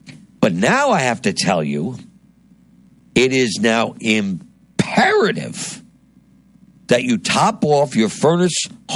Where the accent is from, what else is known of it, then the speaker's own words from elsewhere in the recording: New Jersey, United States; my home state of New Jersey.